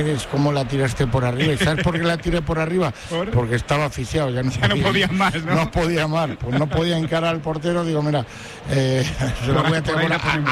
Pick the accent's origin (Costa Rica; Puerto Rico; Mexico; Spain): Spain; Valladolid, Castile and León; Yo soy pucelano y blanquivioleta, soy del Valladolid. Porque nací así y voy a morir así. Todo lo tengo en Valladolid.